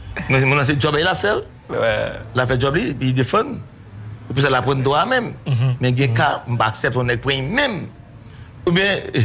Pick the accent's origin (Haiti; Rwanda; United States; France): Haiti; Cap-Haïtien, Nord; Tu comprends que nous sommes ambassadeurs du Cap haïtien.